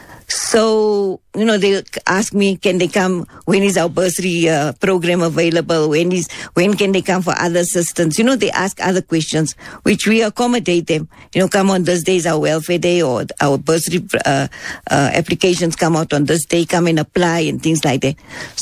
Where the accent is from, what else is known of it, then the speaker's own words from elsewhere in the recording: Johannesburg, Gauteng, South Africa; I grew up in Frida or Fitas, we were people all from that area.